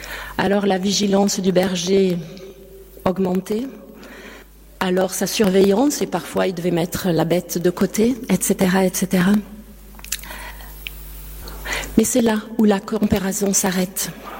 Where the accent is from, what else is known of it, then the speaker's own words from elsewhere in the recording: Occitanie, France; j'ai grandi dans le Gard et je peux vous assurer qu'il n'y a pas d'herbe en été.